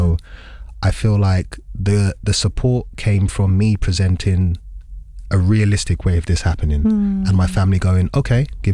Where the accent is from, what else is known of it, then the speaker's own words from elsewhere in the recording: London, United Kingdom; There is no way my music would sound the way it does if I didn't grow up in London.